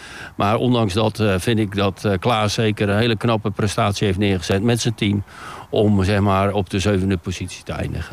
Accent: Rijnsburg, South Holland, Netherlands; also born or lived in Kampen / Katwijk; now in Noordwijk, Netherlands; Ik ben in Rijnsburg opgegroeid. Ik ben niet in Rijnsburg geboren, maar wel een echte ui. En dat is omdat ik in Kampen ben geboren.

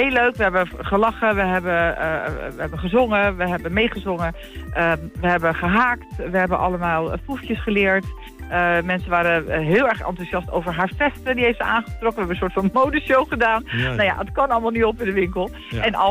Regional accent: Apulia, Italy; moved away; wij komen natuurlijk zelf uit Puglia

